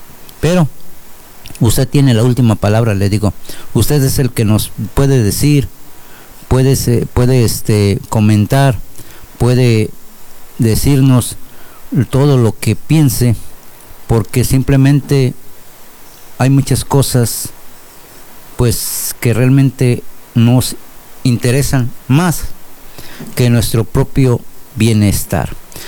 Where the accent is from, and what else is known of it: Mexico